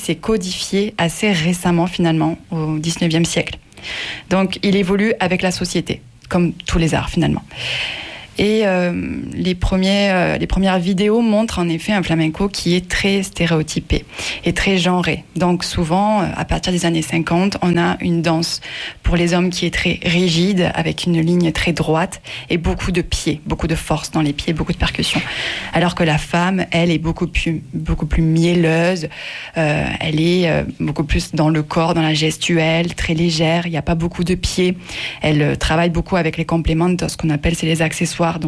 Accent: Occitanie, France; moi, je viens du Larzac, je suis aveyronnaise, j'ai aucune origine espagnole ni gitane

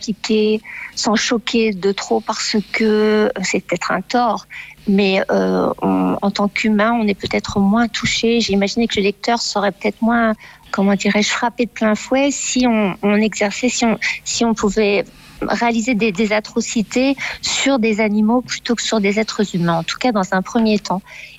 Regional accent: Paris, Île-de-France, France; moved away as an adult; also born or lived in Dartmoor; Moi, je suis parisienne d'origine

